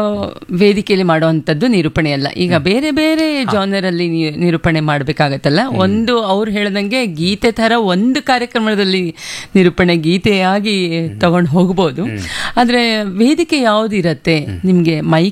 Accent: Raichur, Karnataka, India; moved away as an adult; now in Bengaluru, India; ನನ್ನ ಮೂಲತಃ ನನ್ನ ಊರು ರಾಯಚೂರು, ಮೂಲತಃ ಅಪ್ ಟು ಡಿಗ್ರಿವರೆಗೂ ಅಲ್ಲೇ ಓದಿರೋದು.

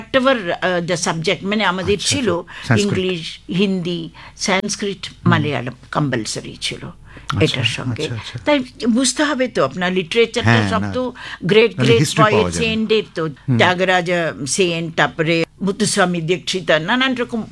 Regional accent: Manjeri, Kerala, India; born there; moved away; আমার কেরালায়, কেরালা মাঞ্জেরি বলে ডিস্ট্রিক্ট।

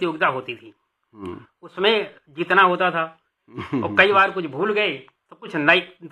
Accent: Pratapgarh, Uttar Pradesh, India; मैं मूल रूप से प्रतापगढ़ जिले का निवासी हूँ, उत्तर प्रदेश से, और मेरी साहित्यिक यात्रा वहीं से प्रारंभ हुई।

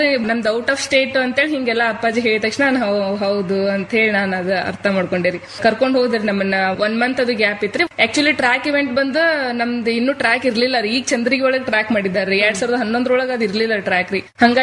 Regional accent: Karnataka, India; ನಮ್ಮ ಊರ್ ನಿಯರ್ ಜಮಖಂಡಿ ಅಂತ ಹೇಳಿ ನಮ್ ತಾಲೂಕ್ ರೀ

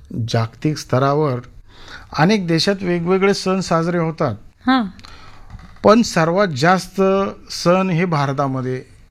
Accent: Asavali, Maharashtra, India; also born or lived in Bavda; 15 August 1966 साली माझा जन्म माझ्या आजोळी बावडा येथे, तालुका खंडाळा, जिल्हा सातारा येथे झाला.

